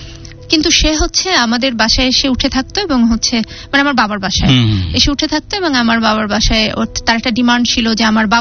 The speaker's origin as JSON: {"language": "Bangla", "town": "Patuakhali", "region": "Barisal Division", "country": "Bangladesh", "said": "আমার দেশের বাড়ি পটুয়াখালী।"}